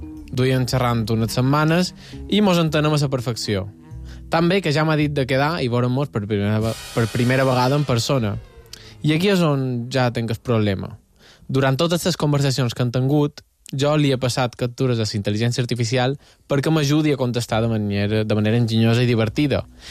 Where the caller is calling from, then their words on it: Sencelles, Balearic Islands, Spain; de Sencelles.